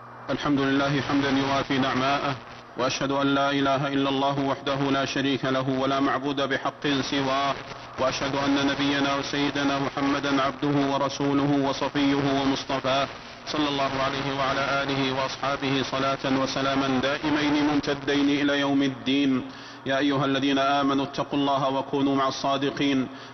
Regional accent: Saudi Arabia; واحفظ بلادنا، واحفظ بلادنا المملكة العربية السعودية وسائر بلاد المسلمين

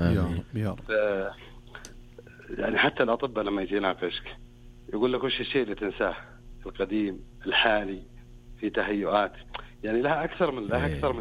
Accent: Bisha, Asir, Saudi Arabia; والله طال عمرك من بيشة.

